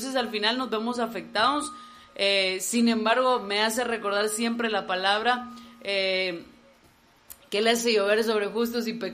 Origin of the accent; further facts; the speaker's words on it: Zacapa, Guatemala; nosotros que somos de Zacapa y pertenecemos también a la región de Huasteto del Progreso